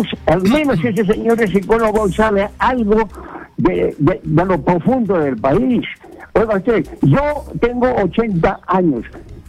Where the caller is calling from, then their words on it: Arequipa, Peru; lo llamo de Arequipa.